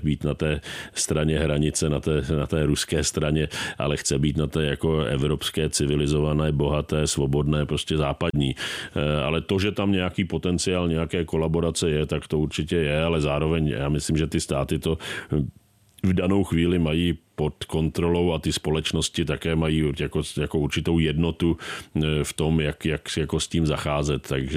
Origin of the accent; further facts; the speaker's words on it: Prague, Czechia; já jsem jako rodilý Pražák a jsem tady jako z Prahy